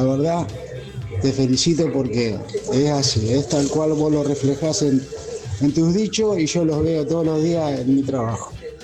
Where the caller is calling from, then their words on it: San Nicolás de los Arroyos, Buenos Aires Province, Argentina; 34 años de remisero acá en San Nicolás de los Arroyos